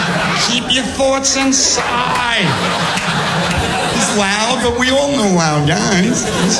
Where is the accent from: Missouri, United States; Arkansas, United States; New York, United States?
New York, United States; I'm still a New Yorker.